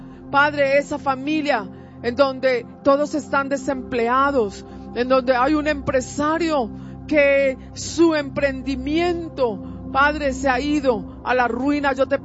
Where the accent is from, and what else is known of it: Colombia